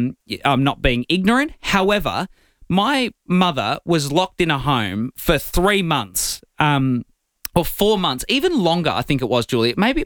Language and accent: English; Victoria, Australia; Macedon Ranges.